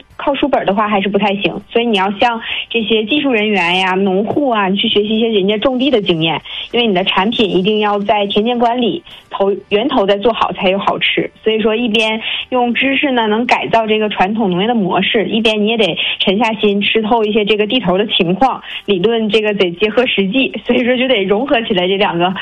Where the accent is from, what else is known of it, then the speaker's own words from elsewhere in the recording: China; moved away as an adult; 因为我就是我们现在这个工厂孟家村这个土生土长的人